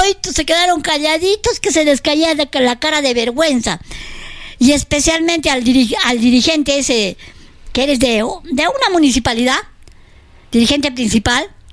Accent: Peru

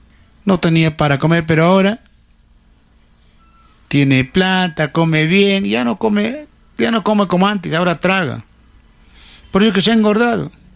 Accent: Arequipa, Peru; born there; Otros a Cerro Colorado, mi distrito, donde yo nací.

